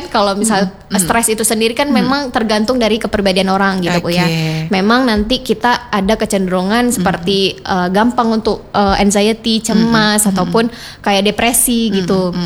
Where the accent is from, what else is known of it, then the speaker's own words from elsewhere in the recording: Aceh, Indonesia; Ya, saya dari Nagan Raya Bapak.